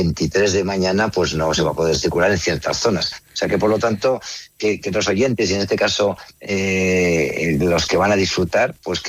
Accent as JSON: {"language": "Spanish", "region": "Navarre", "country": "Spain", "said": "yo como navarro"}